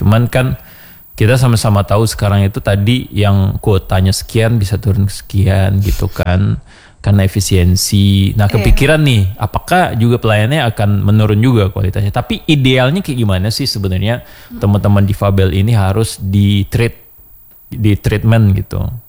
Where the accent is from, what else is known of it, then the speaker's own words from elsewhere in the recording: West Sumatra, Indonesia; padahal saya orang Minang.